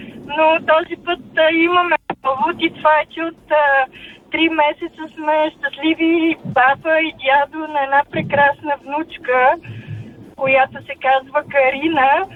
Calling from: Sofia, Sofia City, Bulgaria; съм от София.

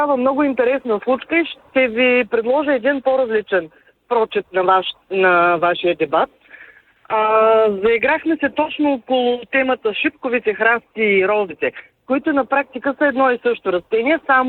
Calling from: Stara Zagora, Stara Zagora Province, Bulgaria; съм от Стара Загора

